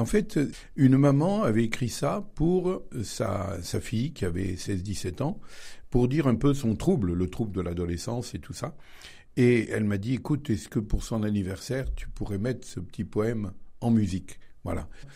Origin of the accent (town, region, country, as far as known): Baternay, Auvergne-Rhône-Alpes, France; born there